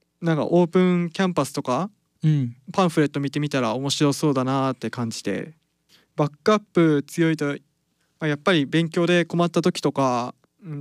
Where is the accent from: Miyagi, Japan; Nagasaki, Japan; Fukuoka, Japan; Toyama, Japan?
Toyama, Japan; 僕富山から来ました。